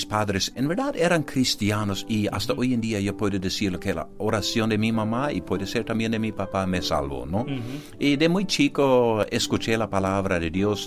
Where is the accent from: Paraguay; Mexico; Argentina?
Paraguay; Loma Plata, Boquerón; Soy del Paraguay, del Chaco, Loma Plata, tengo 52 años